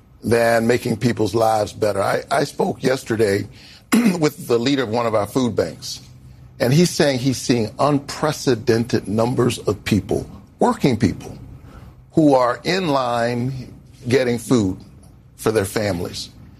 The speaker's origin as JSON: {"language": "English", "country": "United States"}